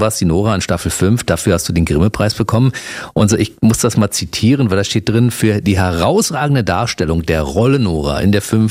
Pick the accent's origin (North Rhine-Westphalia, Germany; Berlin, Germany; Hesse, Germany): Berlin, Germany; Also du kommst aus Hamburg, ich komme aus Berlin.